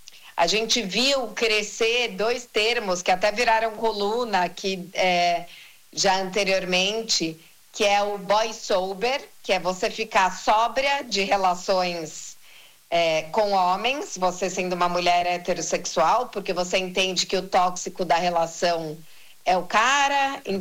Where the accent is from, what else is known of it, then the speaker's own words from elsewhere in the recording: São Paulo, Brazil; assim como nós, paulistanos, vivemos todo aquele frisson